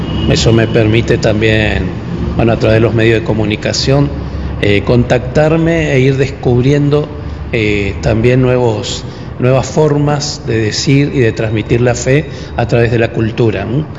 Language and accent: Spanish; Itatí, Corrientes, Argentina; born there; Bueno, yo nací en Itatí.